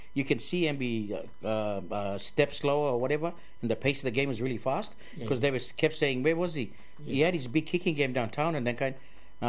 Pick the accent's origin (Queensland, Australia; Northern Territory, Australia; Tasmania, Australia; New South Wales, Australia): Queensland, Australia; Oh, well, I'm a Queenslander, so all Queenslanders are very happy.